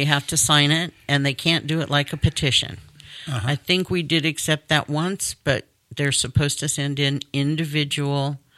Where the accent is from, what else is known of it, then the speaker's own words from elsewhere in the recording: Rio Vista, California, United States; because I wanted to go to one of my hometown Rio Vista meetings